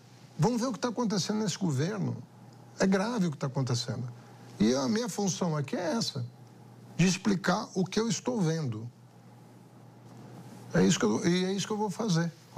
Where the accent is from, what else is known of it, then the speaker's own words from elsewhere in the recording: São Paulo, Brazil; Não fiz porque eu sou paulista.